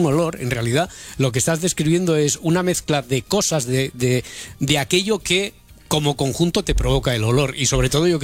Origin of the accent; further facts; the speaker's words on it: Cerdanyola del Vallès, Catalonia, Spain; also born or lived in Barcelona; yo de pequeño vivía en Barcelona ciudad. No sé a qué olía el otoño. En Barcelona, no recuerdo, no tengo. En cambio, cuando a los 9 años me fui a vivir al Vallés, a Sardañola, y Sardañola sobre todo era más pueblo que ciudad